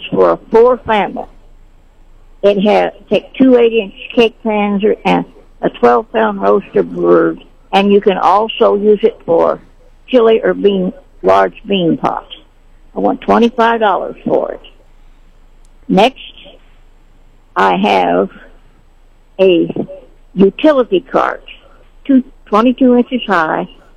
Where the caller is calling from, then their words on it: Sedalia, Missouri, United States; I'm calling from Sedalia.